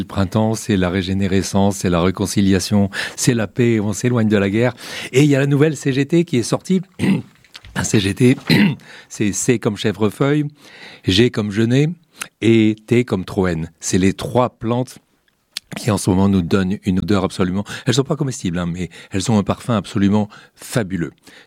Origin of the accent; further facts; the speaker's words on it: Morocco; moved away; Moi, j'ai vécu et j'ai grandi au Maroc. Et même si je suis Diwa depuis une dizaine de générations